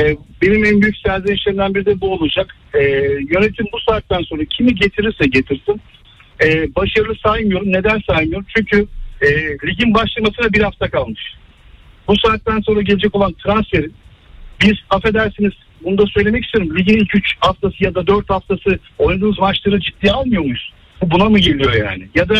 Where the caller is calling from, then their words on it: Istanbul, Turkey; İstanbul'dan bağlanıyorum.